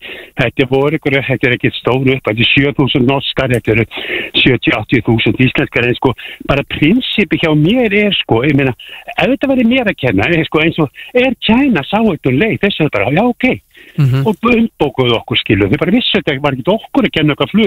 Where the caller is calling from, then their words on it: Norway; búið að vera yndislegt hérna í Noregi